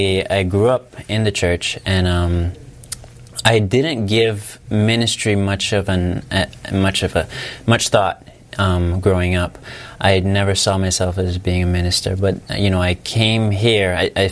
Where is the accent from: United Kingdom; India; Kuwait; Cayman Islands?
Cayman Islands; I'm from the Cayman Islands.